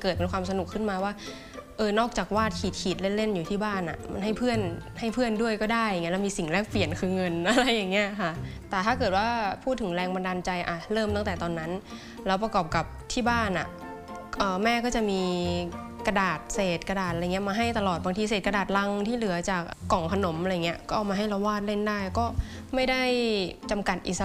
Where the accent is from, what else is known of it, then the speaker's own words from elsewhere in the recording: Chiang Rai, Thailand; ก็เป็นศิลปินอิสระทำงานอยู่ที่จังหวัดเชียงรายบ้านเกิดเนี่ยค่ะ